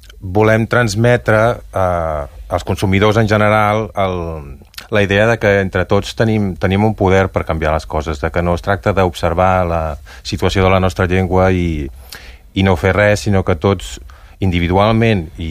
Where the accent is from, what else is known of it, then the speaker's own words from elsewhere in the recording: Barcelona, Catalonia, Spain; now in Banyoles, Spain; jo sóc fill de Barcelona, he viscut mitja vida a Barcelona i ara porto mitja vida en comarques gironines i Banyoles